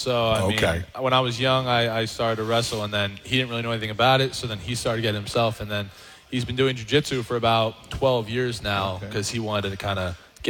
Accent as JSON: {"language": "English", "area": "Bucks County", "region": "Pennsylvania", "country": "United States", "tie": "born or raised there", "said": "I'm from Pensbury High School in Bucks County, PA, right around the corner."}